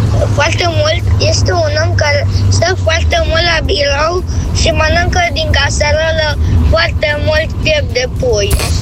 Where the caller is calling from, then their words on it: Timișoara, Timiș County, Romania; din Timișoara, am 7 ani